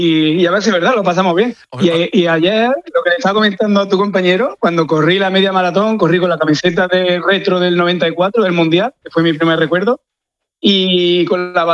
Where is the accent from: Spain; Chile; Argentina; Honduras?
Spain; Lucena, Andalusia; Además, soy paisano de Manolo Lama, soy de Lucena.